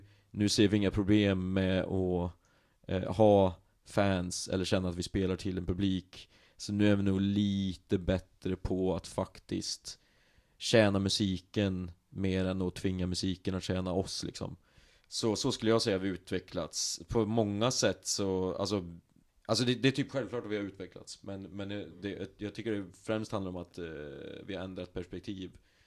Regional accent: Arvika, Värmland, Sweden

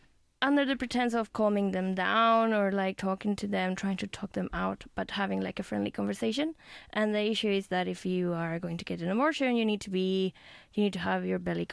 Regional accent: Spain; moved away; I come from Spain. Spain is, as you all maybe not all of you, but many of you will know that it's a historically Catholic country

